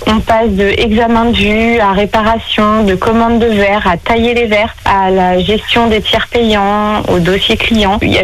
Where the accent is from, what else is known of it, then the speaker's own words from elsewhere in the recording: Pays de la Loire, France; je suis originaire de Saint-Jean-d'Assier et aussi de Beaumont, que je suis très proche, où j'ai fait toute mon enfance sur Saint-James et sur Beaumont.